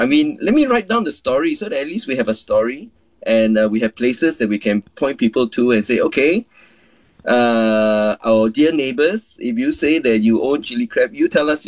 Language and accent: English; Singapore; Well, look, I'm Singaporean, right? So I grew up eating all these foods.